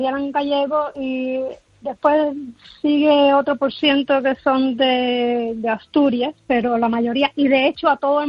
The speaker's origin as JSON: {"language": "Spanish", "town": "Santa Clara", "region": "Villa Clara", "country": "Cuba", "said": "Yo no soy de La Habana, yo soy del interior de Santa Clara, pero de todas formas, cuando uno va a La Habana, pasa por ahí"}